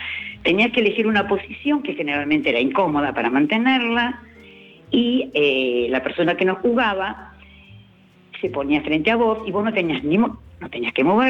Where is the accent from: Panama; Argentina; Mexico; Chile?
Argentina; Lomas de Zamora, Buenos Aires Province; yo soy de Lomas y viví en Lomas cuando era pueblo.